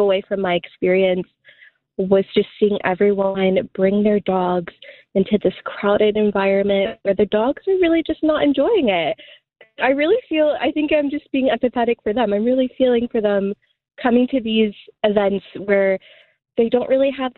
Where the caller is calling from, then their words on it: Chicago, Illinois, United States; as a Lincoln Square resident